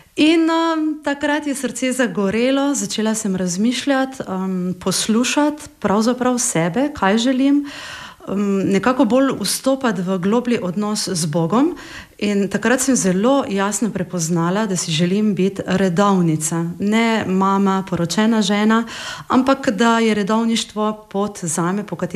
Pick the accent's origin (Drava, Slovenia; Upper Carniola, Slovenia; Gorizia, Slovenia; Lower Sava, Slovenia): Drava, Slovenia; Ptuj; now in Maribor, Slovenia; Ja, tako, sem Ptujčanka, ponosna Ptujčanka na svoje mesto.